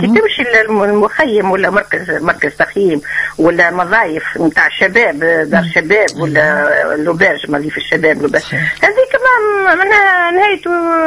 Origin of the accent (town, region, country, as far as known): Tunisia